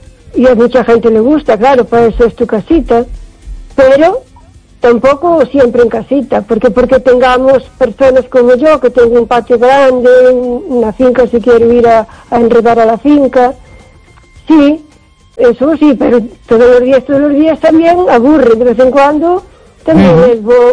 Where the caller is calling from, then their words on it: O Carballiño, Galicia, Spain; de Carballiño.